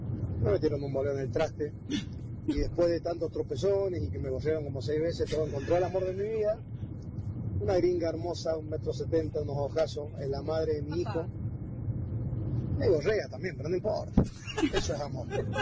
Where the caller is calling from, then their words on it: Guaymallén, Mendoza, Argentina; me pego la vuelta para mi Mendoza querido.